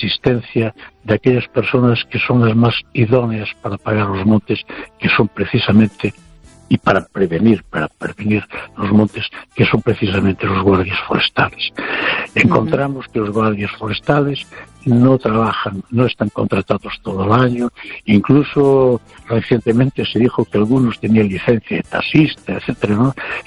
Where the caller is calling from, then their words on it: Valencia, Valencian Community, Spain; de Valencia.